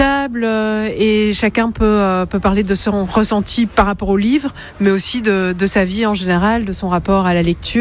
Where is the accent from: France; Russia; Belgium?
Belgium; Brussels, Brussels-Capital Region; C'est ça, je viens de Bruxelles.